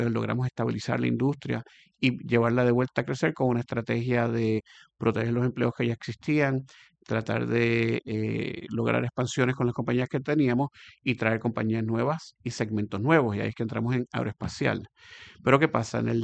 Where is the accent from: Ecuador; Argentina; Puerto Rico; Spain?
Puerto Rico